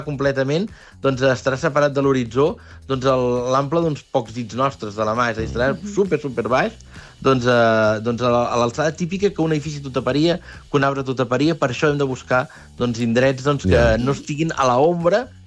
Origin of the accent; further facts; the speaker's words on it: Barcelona, Catalonia, Spain; jo sóc del barri de Gràcia de Barcelona i porto gairebé 20 anys treballant aquí a àgil.